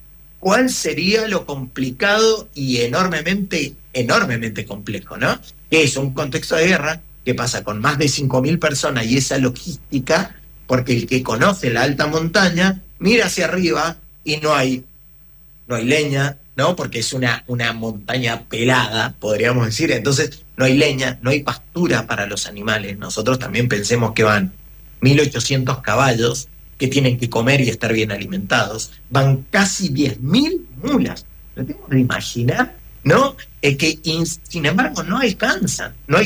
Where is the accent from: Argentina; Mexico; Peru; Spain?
Argentina; y nosotros como argentinos, como alumnos que hemos ido a la escuela y nos han enseñado de alguna manera la gesta libertadora